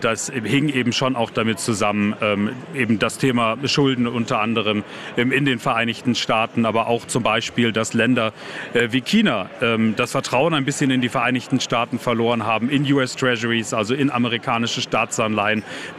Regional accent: Germany; Also ich komme aus Deutschland.

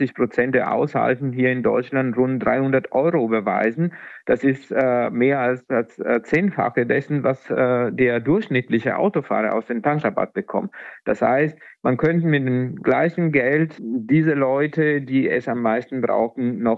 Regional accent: Italy; German is a second language; moved away; Ja, ich bin Italiener

